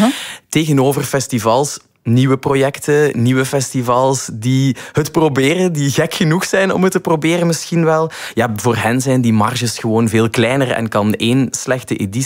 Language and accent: Dutch; Flanders, Belgium; ons als Vlamingen